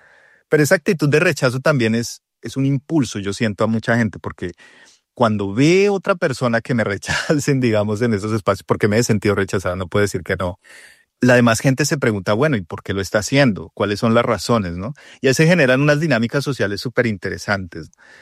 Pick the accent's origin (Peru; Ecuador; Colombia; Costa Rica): Colombia; Bogotá; moved away as an adult; now in Tokyo, Japan; nosotros íbamos al territorio siendo pues cachacos, rolos, ¿no?